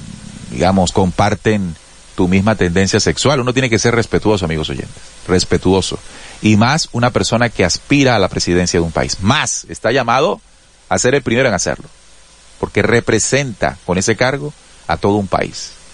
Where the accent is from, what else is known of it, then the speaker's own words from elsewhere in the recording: Caribbean coast, Colombia; No, yo soy costeño también. Y seguramente yo, cuando esté con mis amigos, voy a utilizar la jerga costeña y todo el cuento.